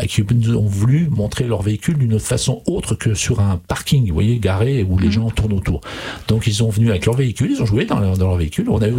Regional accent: Villey-Saint-Étienne, Grand Est, France; alors bien sûr à Villers-Saint-Étienne, puisque nous sommes originaires de Villers-Saint-Étienne, mais on a tourné dans tout le Toulois.

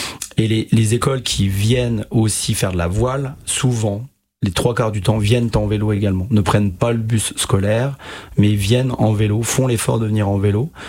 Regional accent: Metz, Grand Est, France; et moi, justement, je suis issu de Messin, hein, j'ai pratiqué la voile optimiste dès la scolarité primaire, dès le CM1, CM2.

